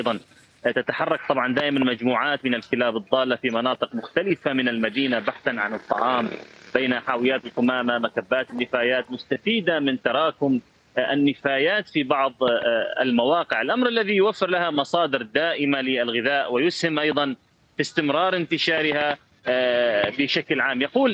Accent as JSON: {"language": "Arabic", "town": "Deir ez-Zor", "region": "Deir ez-Zor Governorate", "country": "Syria", "said": "عندنا في دير الزور"}